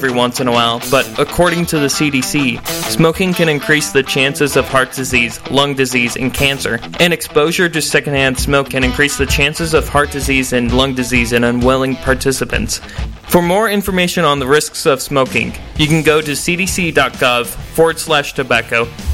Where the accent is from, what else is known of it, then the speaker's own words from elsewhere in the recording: Nebraska, United States; now in Wayne, United States; yeah, I'm from a small town myself in the Panhandle.